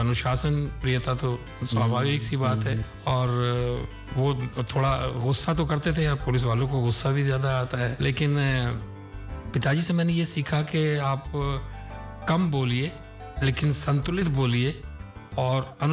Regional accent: Uttar Pradesh, India; जैसे हमारा जिला था मुरादाबाद

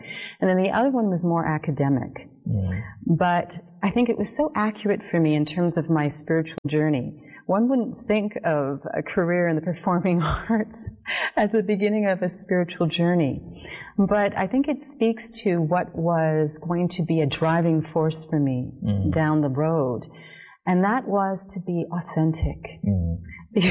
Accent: Calgary, Alberta, Canada; Well, I grew up in Canada, in Calgary, Alberta, so out in the west.

